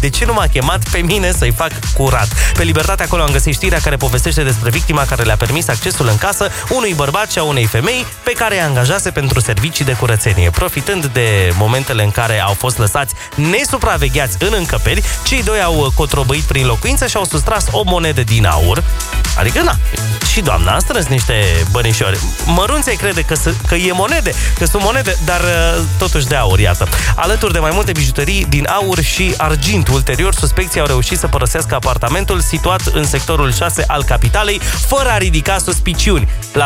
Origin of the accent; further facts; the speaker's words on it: Romania; că sunt român, bate o inimă de pui de dac în pieptul meu